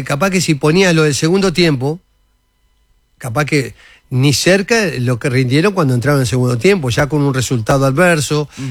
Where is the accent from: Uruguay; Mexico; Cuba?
Uruguay; Yo soy uruguayo, claro.